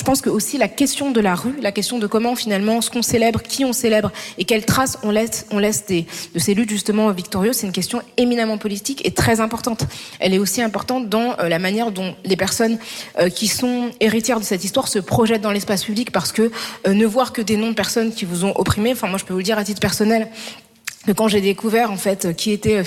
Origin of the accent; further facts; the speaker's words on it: France; je suis française